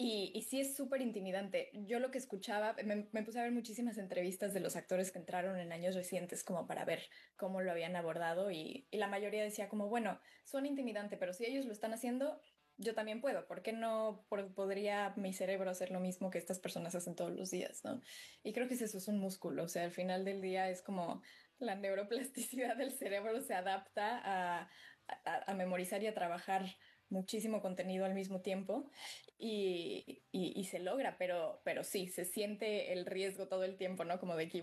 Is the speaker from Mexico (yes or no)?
yes; Mexico; now in United States; le hace mucho bien a nuestra identidad como mexicanos en Estados Unidos.